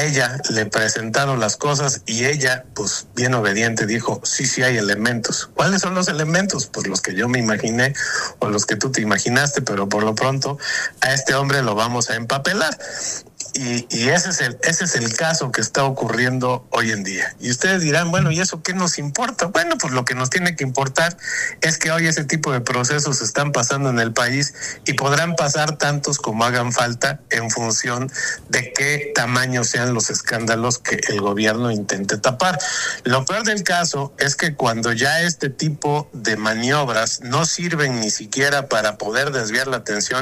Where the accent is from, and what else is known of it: Mexico